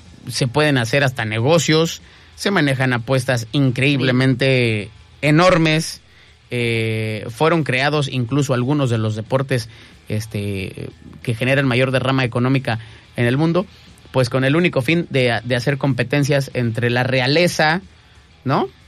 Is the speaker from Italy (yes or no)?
no; Mexico